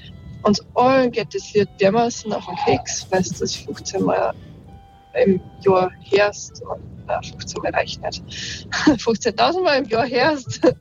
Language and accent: German; Ansdorf, Upper Austria, Austria; Und zwar komme ich aus Ansdorf. Das ist der Ort, wo der Franz Xaver Gruber geboren ist, der Komponist